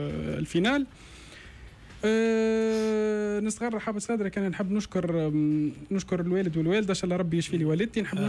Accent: Mezzouna, Sidi Bouzid, Tunisia; في معتمدية المزونة من ولاية سيدي بوسيد اللي هي مسقط رأسي.

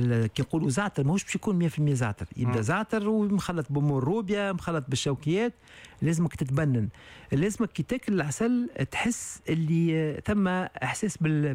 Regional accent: Tunisia; انا كعسل تونسي كمربي تونسي

